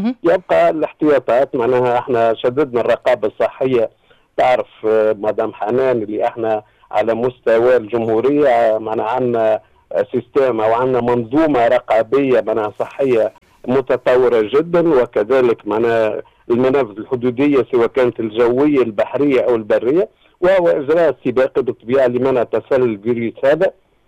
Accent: Tunisia; الموجودين عندنا في تونس

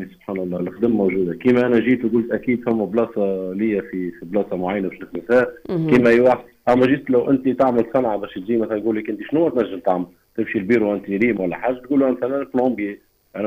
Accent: Tunisia; accent: Tunisian; moved away; اللهجة نتاعنا نتاع تونس

